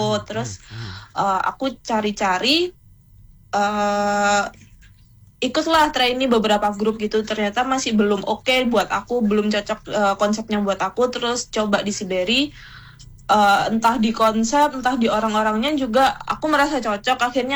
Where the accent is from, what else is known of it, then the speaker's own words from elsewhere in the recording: Tulungagung, East Java, Indonesia; now in Surabaya, Indonesia; Aku dari Tulungagung.